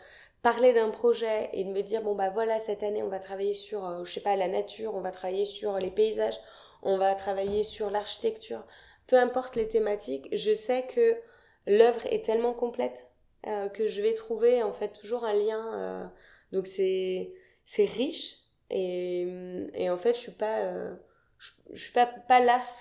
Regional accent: Dinan, Brittany, France; je suis née à Dinan, j'ai grandi à Dinan.

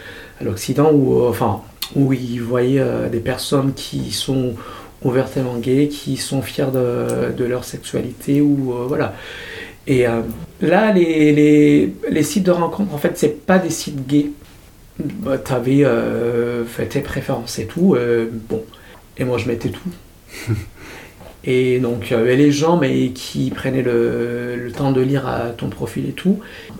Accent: Rwanda; moved away; Je viens du Rwanda et j'étais et je suis toujours un activiste gay depuis le Rwanda.

